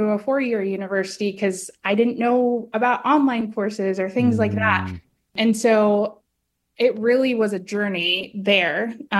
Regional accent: Texas, United States; so they ended up moving their family to Texas. So I'm actually originally from Texas.

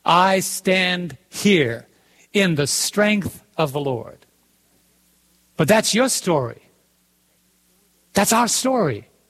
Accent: New York, United States; I'm from Brooklyn. I'm from Brooklyn. I'm a child who didn't know his mother.

